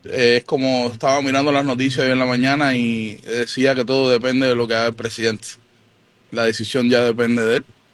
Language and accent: Spanish; Cuba; moved away as an adult; now in United States; yo nací en ese comunismo